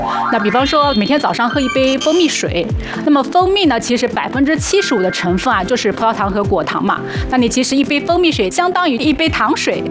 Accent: China; 我们中国人

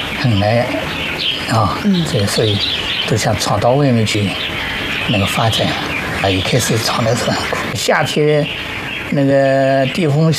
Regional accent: Wenzhou, Zhejiang, China; 我们老百姓温州这边呢，主要是土地少，人口多

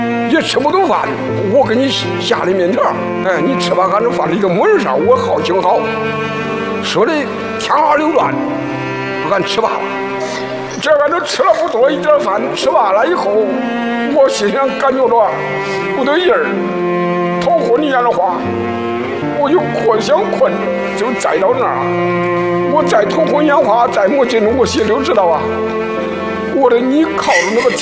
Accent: Shandong, China; 我的家是山东的

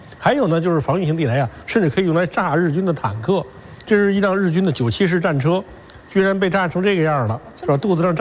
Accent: China

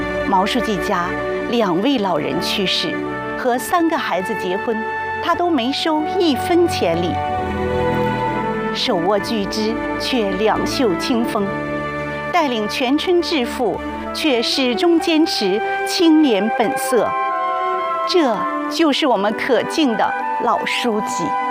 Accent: Liaoning, China; 是土生土长的大梨树姑娘，中专一毕业就回到村里工作。

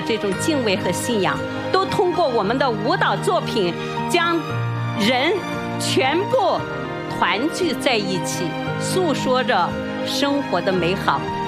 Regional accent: China; 我觉得这首歌里透出了作为中国人，特别是中国妇女、中国女人的幸福与骄傲。

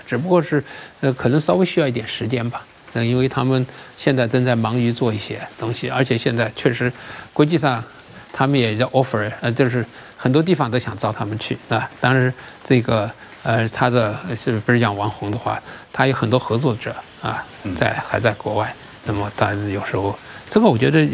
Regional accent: China; 我觉得我们中国人吧，这个其实在哪儿做好都是我们中国人的骄傲

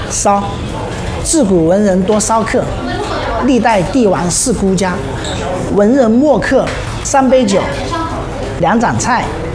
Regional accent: Changsha, Hunan, China; accent: Changsha dialect; 我们长沙话就是这个意思

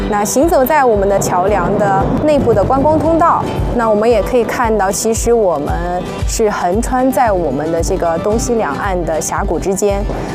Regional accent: Guizhou, China; 彰显了咱们贵州人逢山开路、遇水架桥的精气神。

